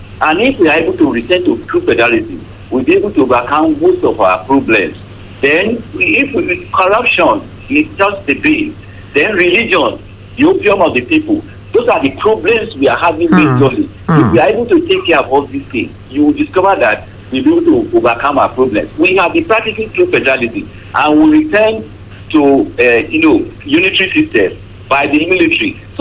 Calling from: Iwaroka, Nigeria; I'm calling from Iwaroka.

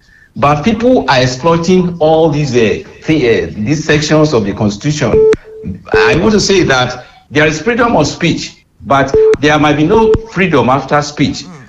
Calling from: Iwaro-Oka, Ondo, Nigeria; I'm calling from Iwaroka.

